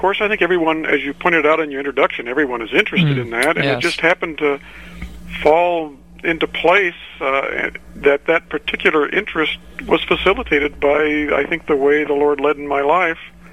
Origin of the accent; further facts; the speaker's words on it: California, United States; So when you ask, where did you grow up? Well, mainly in California somewhere, but not necessarily in any one place.